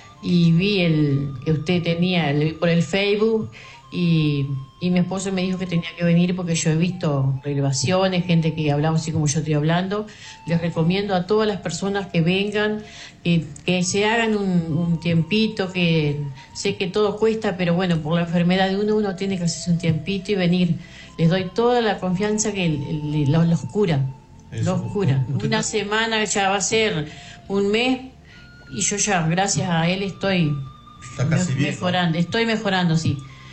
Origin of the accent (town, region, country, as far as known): Villa Constitución, Salto, Uruguay